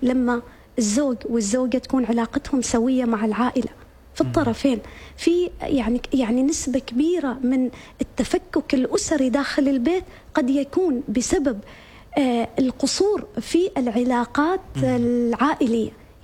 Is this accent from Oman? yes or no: yes; Oman; ونحن كمجتمع عماني